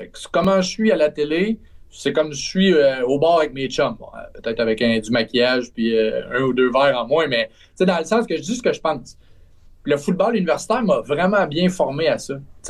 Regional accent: Trois-Rivières, Quebec, Canada; je viens de Trois-Rivières. Je suis directement dans le milieu.

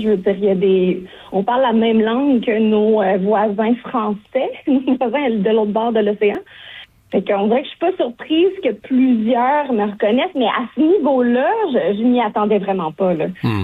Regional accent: Quebec, Canada; « Ah, t'es Québécoise! »

